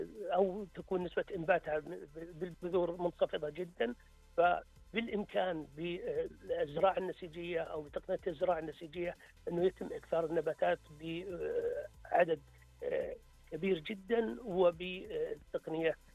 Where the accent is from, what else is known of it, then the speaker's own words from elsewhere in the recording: Al-Qassim, Saudi Arabia; عندنا في القصيم